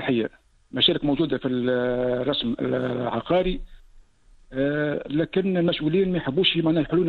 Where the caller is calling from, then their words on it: North West Tunisia, Tunisia; من الولايات الشمال الغربي.